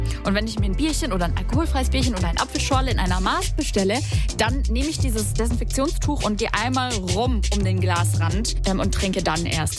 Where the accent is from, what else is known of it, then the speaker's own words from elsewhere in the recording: Stuttgart, Baden-Württemberg, Germany; Jetzt bin ich ja eine Stuttgarter Maus. Da gibt es ja das Cannstatter Volksfest.